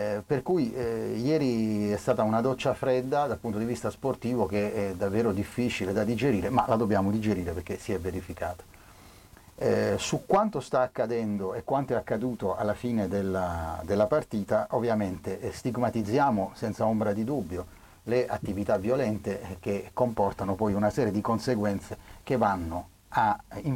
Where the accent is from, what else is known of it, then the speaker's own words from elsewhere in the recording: Taranto, Apulia, Italy; Io sono del Taranto, sono tifoso del Taranto, sono appassionato della mia città